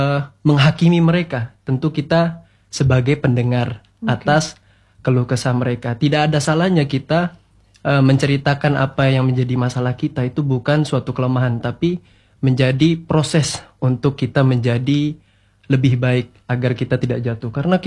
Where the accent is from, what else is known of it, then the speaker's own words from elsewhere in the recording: West Sumatra, Indonesia; moved away as an adult; now in Sumba, Indonesia; saya dari Sumatera Barat